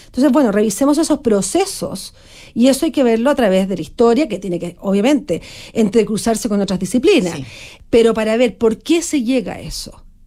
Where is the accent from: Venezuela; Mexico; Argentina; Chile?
Chile